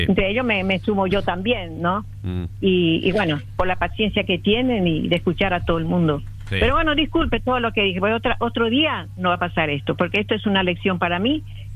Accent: Buenos Aires, Argentina; now in Paraguay; Yo te dije que yo me crié en Buenos Aires. Sí. Pero yo amo mucho el guaraní, demasiado. Y todo lo que sea guaraní, todo lo que sea de mi país, yo amo. Cuando yo vivía allá, demasiado amaba todo.

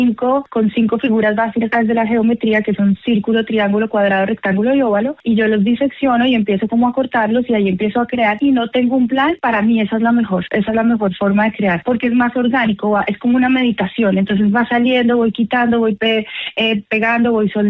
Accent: Bogotá, Bogotá Capital District, Colombia; La primera vez que expongo en Cali, yo soy de Bogotá, es la primera vez que vengo acá.

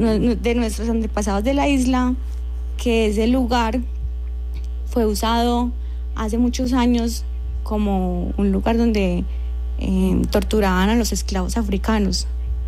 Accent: San Andrés and Providencia, Colombia; Pero a nosotros los nativos nos ha tocado una historia más bien fuerte

